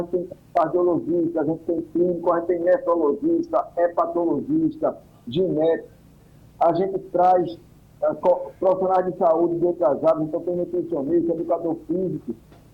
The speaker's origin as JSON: {"language": "Portuguese", "region": "Pernambuco", "country": "Brazil", "said": "enquanto pernambucano, eu lhe agradeço por isso"}